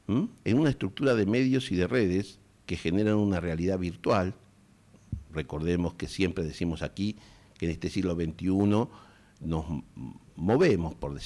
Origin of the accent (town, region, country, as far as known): Argentina